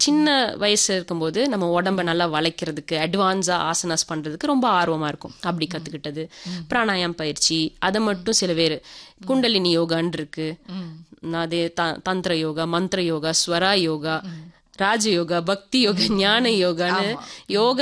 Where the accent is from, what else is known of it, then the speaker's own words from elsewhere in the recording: Coimbatore, Tamil Nadu, India; ஆமாம், அங்கே வந்து என்னோட ஸ்கூலிங்ஸ் ஃபுல்லாமே அங்கே தான் முடித்தேங்க.